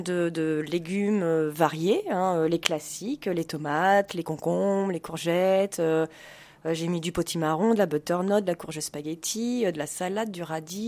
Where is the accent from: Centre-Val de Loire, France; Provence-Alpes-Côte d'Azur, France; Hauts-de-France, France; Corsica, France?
Centre-Val de Loire, France; Blois; Alors, je suis native de Blois. J'habite à Blois, je suis revenue vivre à Blois il y a un an et demi et j'étais habituée à vivre en campagne avec de la terre et je suis arrivée en appartement.